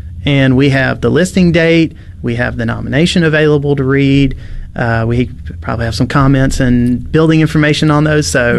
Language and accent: English; Vicksburg, Mississippi, United States; So I grew up in Vicksburg, so I'm just surrounded by history.